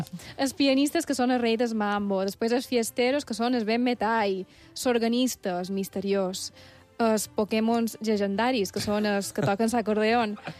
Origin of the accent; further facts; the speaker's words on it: Sant Jordi, Balearic Islands, Spain; Perquè sóc de Sant Jordi.